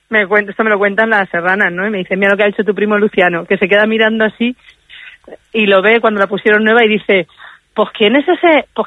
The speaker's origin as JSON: {"language": "Spanish", "town": "Bogarra", "region": "Castilla-La Mancha", "country": "Spain"}